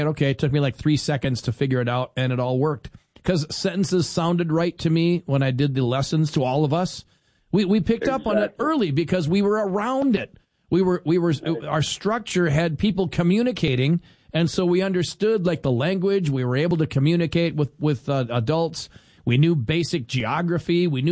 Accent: Fargo, North Dakota, United States; But I grew up in Fargo, North Dakota.

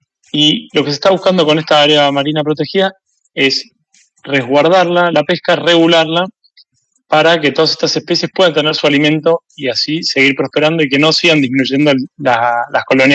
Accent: Buenos Aires, Argentina; Somos de la zona de la costa. Buenos Aires.

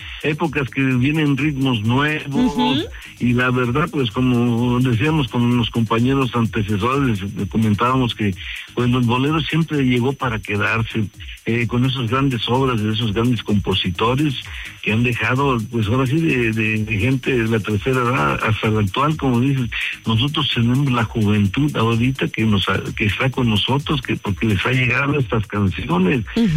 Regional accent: Poza Rica, Veracruz, Mexico; yo soy veracruzano, soy de Poza Rica.

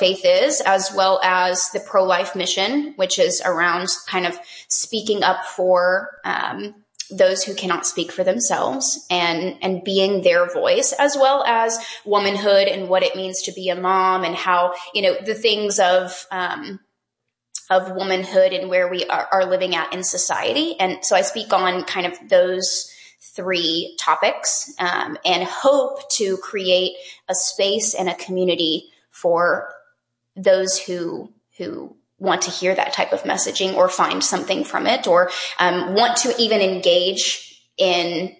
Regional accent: Texas, United States; now in Alabama, United States; Yes, I was born and raised in Texas. I'm now in Alabama.

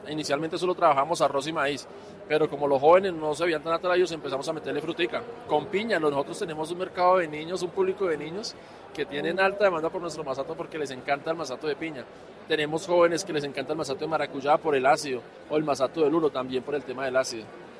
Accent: Bogotá, Colombia; born there; pero yo soy nacido aquí en Bogotá, amo Bogotá.

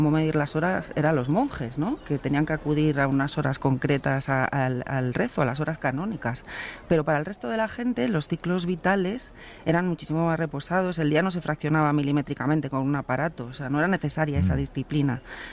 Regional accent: Ponferrada, Castile and León, Spain; yo soy una parvenue de Ponferrada.

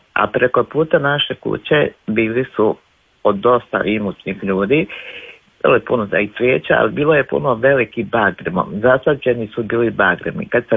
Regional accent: Slavonia, Croatia; moved away as an adult; now in Zagreb, Croatia; Imam kao tri doma, ali tamo sam se rodila, tamo je moje djetinjstvo

